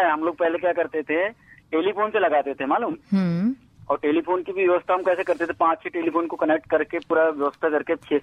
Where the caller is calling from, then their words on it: Samnapur, Madhya Pradesh, India; Actually मैं समनापुर से हूँ।